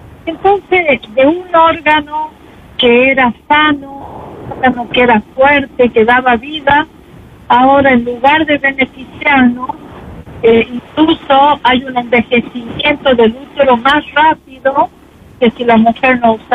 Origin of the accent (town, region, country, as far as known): Argentina